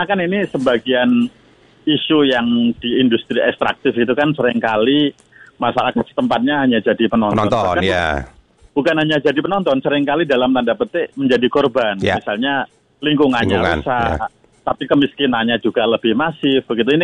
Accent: Bojonegoro, East Java, Indonesia; Kebetulan saya dari Bojonegoro, Mas.

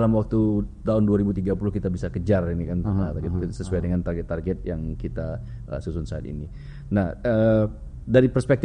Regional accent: West Java, Indonesia; Saya dari Jawa Barat jadi

